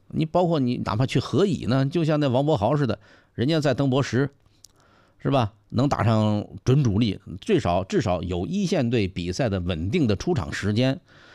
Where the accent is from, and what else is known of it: China